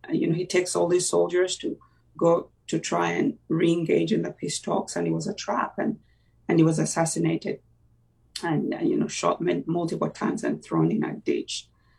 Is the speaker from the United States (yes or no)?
no; Uganda; first language Luganda; English is a second language; my native language in Luganda.